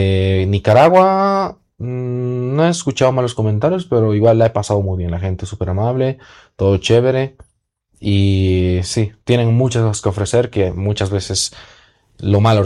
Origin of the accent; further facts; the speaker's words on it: Bolivia; Y yo les dije, ah, no, sí, ahí soy de Bolivia y todo.